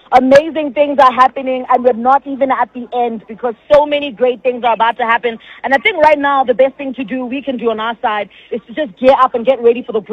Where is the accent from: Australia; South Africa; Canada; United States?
South Africa; Soweto, Gauteng; I'm a girl from Soweto, and I'm so proud when I get to see young girls from Soweto be like so amazing and do amazing things.